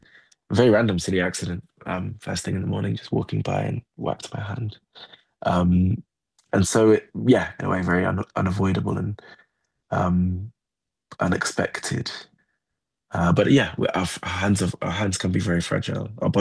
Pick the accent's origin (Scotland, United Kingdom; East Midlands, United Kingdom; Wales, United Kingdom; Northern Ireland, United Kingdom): East Midlands, United Kingdom; Nottingham; born or raised there; now in London, United Kingdom